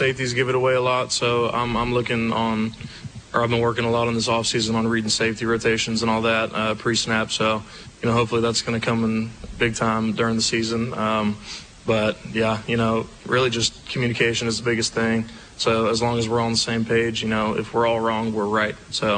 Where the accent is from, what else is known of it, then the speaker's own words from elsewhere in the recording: Texas, United States; moved away as an adult; I'm from Texas originally, so I just kind of want to get a little closer to home